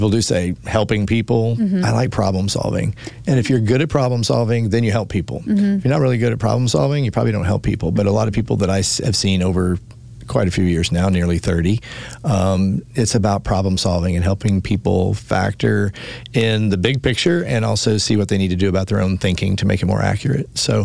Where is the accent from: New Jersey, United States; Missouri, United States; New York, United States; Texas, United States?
Missouri, United States; Lebanon; I'm born and raised in LaClede County, Lebanon, Missouri.